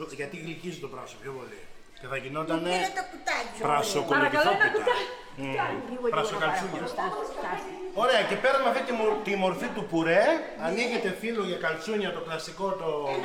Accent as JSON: {"language": "Greek", "region": "Thessaly", "country": "Greece", "said": "Εγώ είμαι από τη Θεσσαλία."}